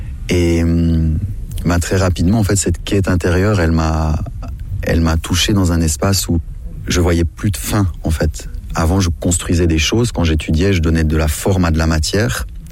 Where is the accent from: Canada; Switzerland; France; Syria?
Switzerland; born there; je suis né en Suisse. Ma famille, ils sont quasiment tous des entrepreneurs suisses